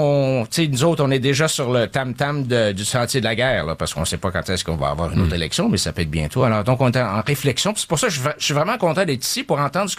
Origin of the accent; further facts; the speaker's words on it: Quebec City, Quebec, Canada; moved away; Tu sais, moi, je suis originaire de Québec, là. Tu sais, j'ai été à Québec pendant 20 ans